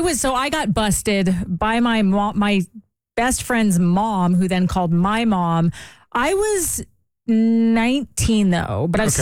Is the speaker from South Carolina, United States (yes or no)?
no; Los Angeles, California, United States; I grew up in LA, but I guess I was just good.